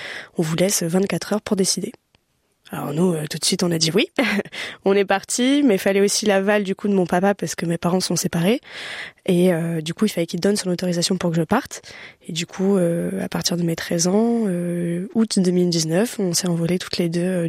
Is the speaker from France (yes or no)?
yes; France; je débarque, je suis française, d'origine portugaise, bon ok. Mon portugais c'était un portugais de vacances